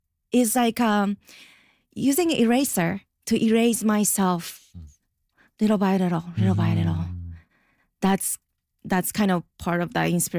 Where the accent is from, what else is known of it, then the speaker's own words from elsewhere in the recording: Japan; English is a second language; moved away as an adult; now in Toronto, Canada; I'm from Japan. When I came here for the first time, like many years ago, I couldn't speak English well.